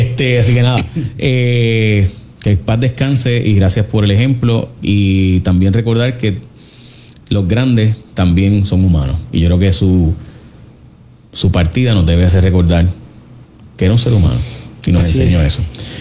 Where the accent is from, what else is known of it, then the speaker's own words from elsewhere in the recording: Puerto Rico; also born or lived in Chicago, United States; Yo nací en Chicago, para los que no saben, ¿verdad? Y mi papá se quedó viviendo en Chicago y yo me vine a Puerto Rico cuando tenía un añito, así que por eso no hablo inglés.